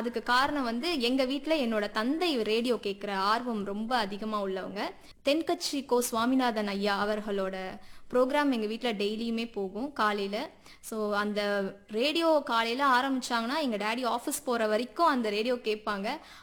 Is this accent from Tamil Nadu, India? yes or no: no; Puducherry, India; born there; first language Tamil; என்னோட புதுச்சேரியில பிறந்ததுனால